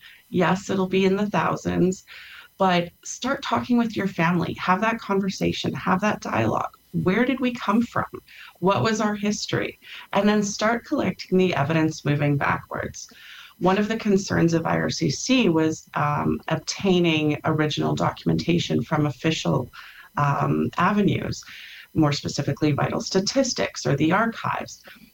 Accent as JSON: {"language": "English", "country": "Canada"}